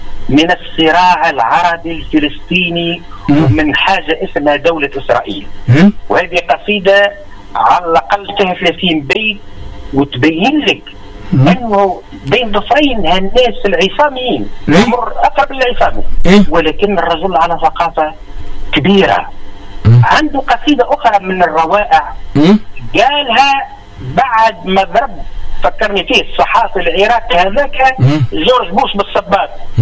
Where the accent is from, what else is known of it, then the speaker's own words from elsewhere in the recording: Tunisia; احنا في تونس